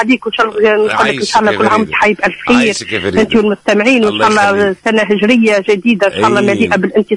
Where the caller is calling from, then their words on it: Tunis, Tunis Governorate, Tunisia; أنا من تونس نتبع في إذاعة بانوراما.